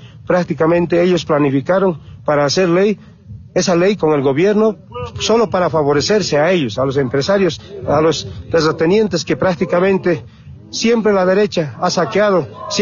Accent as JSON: {"language": "Spanish", "country": "Bolivia", "said": "vamos a ser respetados como pueblo boliviano."}